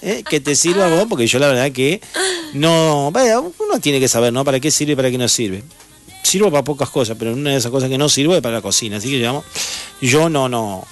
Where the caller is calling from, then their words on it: Loma Hermosa, Buenos Aires Province, Argentina; de Loma Hermosa, San Martín, Buenos Aires, ¿eh?